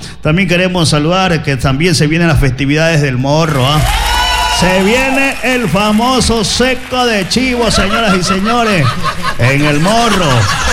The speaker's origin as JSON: {"language": "Spanish", "town": "Playas", "region": "Guayas", "country": "Ecuador", "said": "otro año más de mi cantoncito, celebrando con todos ustedes, con todos nuestros grandes amigos aquí de playas"}